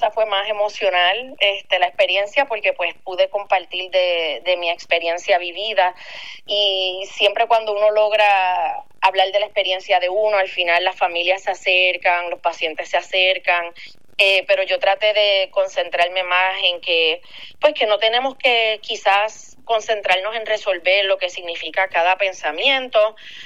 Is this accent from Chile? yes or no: no; Puerto Rico; now in Florida, United States; para mí creciendo en Puerto Rico y en Latinoamérica